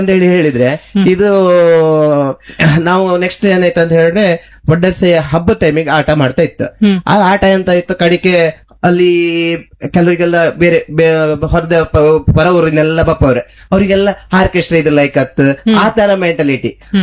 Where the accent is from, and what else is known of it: Vaddarse, Karnataka, India